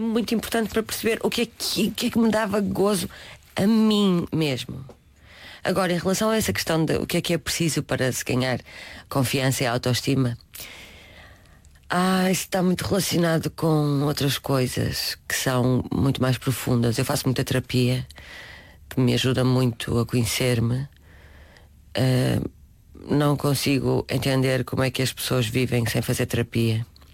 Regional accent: Portugal

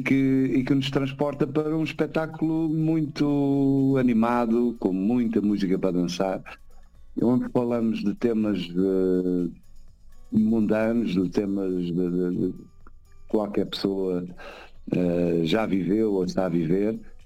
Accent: Portugal; moved away as an adult; now in London, United Kingdom; Acima de tudo somos portugueses.

